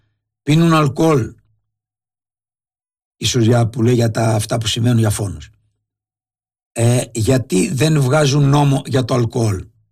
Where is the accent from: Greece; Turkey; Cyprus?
Turkey; Κάθε μέρα είμαι σε αυτή την εκπομπή παρόλο που είμαι Τούρκος